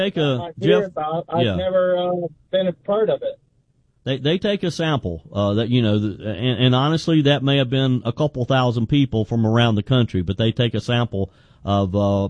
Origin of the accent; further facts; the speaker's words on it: South Carolina, United States; Mario is in my home state of South Carolina.